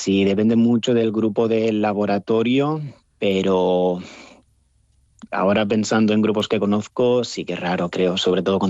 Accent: Spain; now in Bonn, Germany; yo no soy el único español aquí en Bonn, es que me he encontrado un montón, españoles, italianos

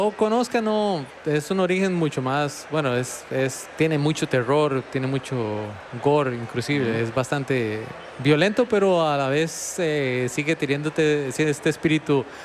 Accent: Costa Rica; no, que yo soy tico

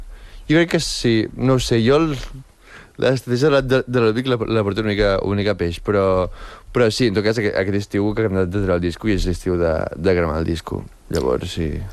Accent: Espolla, Catalonia, Spain; Jo soc d'Espolla

